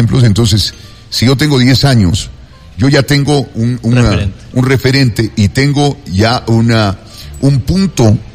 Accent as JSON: {"language": "Spanish", "country": "Ecuador"}